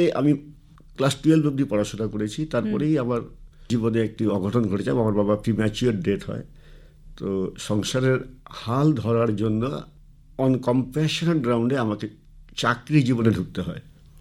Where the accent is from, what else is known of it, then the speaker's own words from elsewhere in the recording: Malbazar, West Bengal, India; ষাটের দশকের শুরুতে 1963 সালে আমাদের এই ডুয়ার্সেই মালবাজার শহরে আমার জন্ম। ওখানেই বেড়ে ওঠা